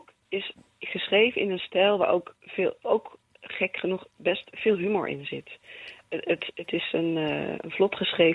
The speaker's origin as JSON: {"language": "Dutch", "country": "Netherlands", "said": "Het staat heel ver van ons af als Nederlanders"}